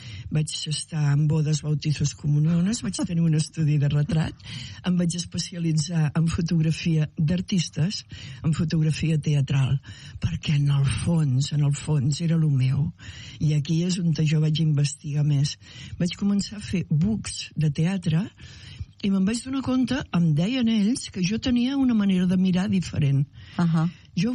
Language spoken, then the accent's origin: Catalan; Calella, Catalonia, Spain; moved away as an adult; now in Brazil; Mira, vaig néixer a Calella, vaig estudiar a Calella, em vaig enamorar a Calella. Vaig ser filla de 2 artistes de Calella.